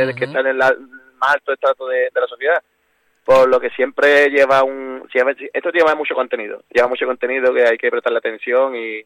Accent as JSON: {"language": "Spanish", "town": "Cádiz", "region": "Andalusia", "country": "Spain", "said": "Para nuestra comparsa como gaditano"}